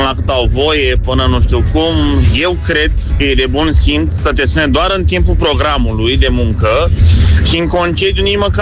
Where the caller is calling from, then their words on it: Bucharest, Romania; sunt din București.